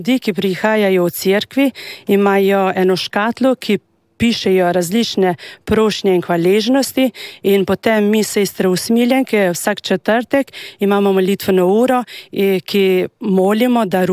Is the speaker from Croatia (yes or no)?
no; Kosovo; Slovenian is a second language; moved away as an adult; now in Slovenia; prihajam iz Kosova, sem že 19 let v Sloveniji.